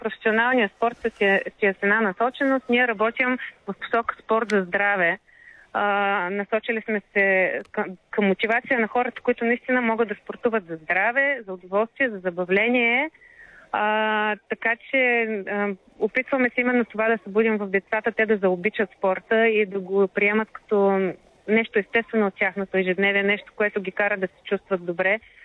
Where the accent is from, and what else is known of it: Plovdiv, Plovdiv Province, Bulgaria